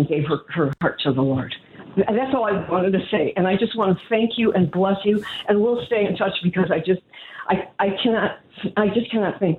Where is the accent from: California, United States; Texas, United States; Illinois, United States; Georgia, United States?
Illinois, United States; Chicago; when I grew up in Chicago with all this trauma